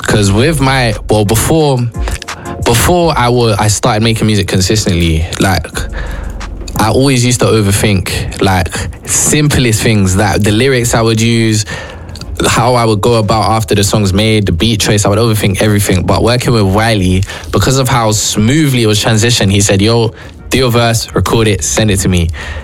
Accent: London, United Kingdom; I'm from North.

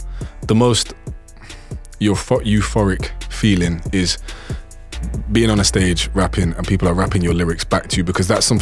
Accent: Leicester, East Midlands, United Kingdom; also born or lived in Bedfordshire / Hertfordshire; now in London, United Kingdom; I am from Leicester.

